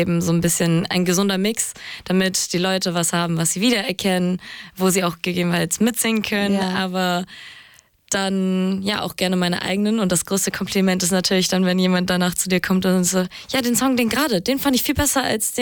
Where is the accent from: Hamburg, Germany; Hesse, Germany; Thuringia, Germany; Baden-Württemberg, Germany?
Hamburg, Germany; du hast es ja schon gerade gesagt, ich habe meine Gitarre dabei. Also ich mache Musik und ich komme aus Hamburg